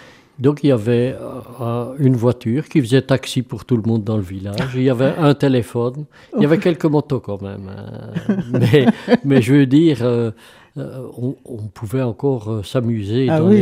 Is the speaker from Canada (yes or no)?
no; Lavaux-Sainte-Anne, Wallonia, Belgium; also born or lived in Floreffe; Moi, je suis né dans un petit village de 350 habitants, à Lavaux-Sainte-Anne, dont mon papa était l'instituteur communal et ma maman l'institutrice du libre. Donc, il y avait un dialogue à la maison immédiat. Et donc, oui, j'ai grandi là